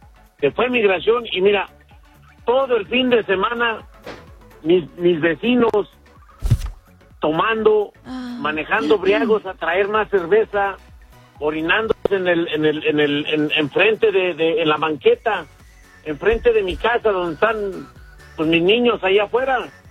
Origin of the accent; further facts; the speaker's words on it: Puebla, Mexico; Es falta de respeto, yo soy de Puebla.